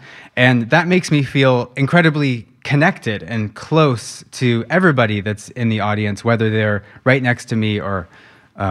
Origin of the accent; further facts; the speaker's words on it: Sunriver, Oregon, United States; I grew up in Sun River, Oregon, and both of my parents are very outdoorsy, you know, hunting, fishing, kayaking, golfing.